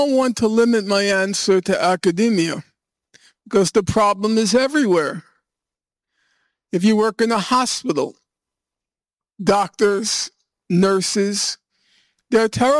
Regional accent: United States; I'm speaking as an American

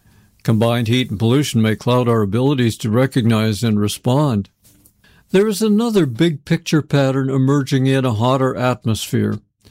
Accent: Toronto, Ontario, Canada; I grew up around Toronto

